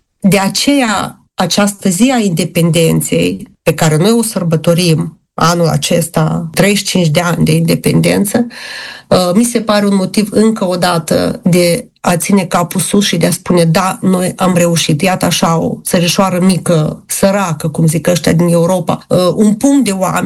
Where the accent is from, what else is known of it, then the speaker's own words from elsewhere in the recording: Moldova; accent: Moldovan; moved away; sunt româncă din Republica Moldova.